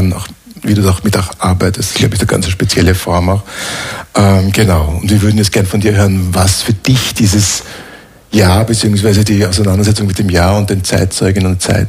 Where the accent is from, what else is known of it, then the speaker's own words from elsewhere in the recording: St. Peter am Kammersberg, Styria, Austria; born there; geboren in der Steiermark, St. Peter am Kammersberg. Ich habe einen idyllischen Ort in der Nähe von Murau. Sehr, sehr schöne Gegend, auch sehr romantische Gegend.